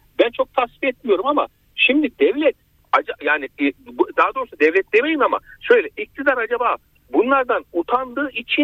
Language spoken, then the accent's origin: Turkish; Ankara, Turkey; born there; ben Yeni Doğan doğumluyum aynı zamanda. O tarafları ben iyi bilen birisiyim.